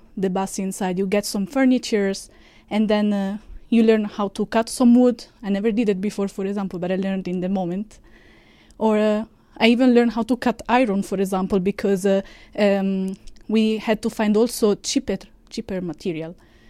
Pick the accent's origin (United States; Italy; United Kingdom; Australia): Italy; I'm from Italy, and I'm 25 years old.